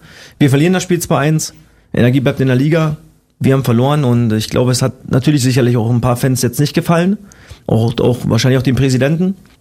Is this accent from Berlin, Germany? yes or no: no; Cottbus, Brandenburg, Germany; born there; Also ich bin gebürtiger Cottbusser